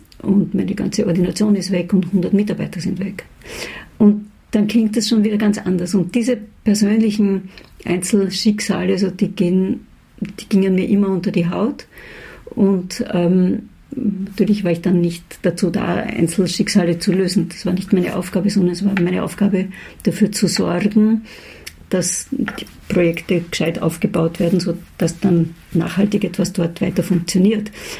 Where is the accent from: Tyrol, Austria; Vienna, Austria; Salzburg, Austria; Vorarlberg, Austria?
Vienna, Austria; also ich bin Wienerin und bleibe es auch. Und da gehöre ich hin.